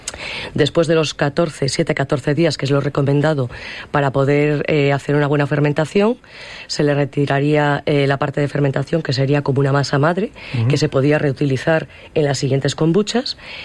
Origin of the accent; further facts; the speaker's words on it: El Bierzo, Castile and León, Spain; yo soy berciana